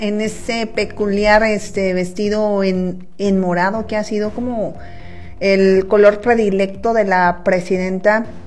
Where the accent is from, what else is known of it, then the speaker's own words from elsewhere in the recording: Mexico; Oye, y es que los mexicanos seremos lo que tú quieras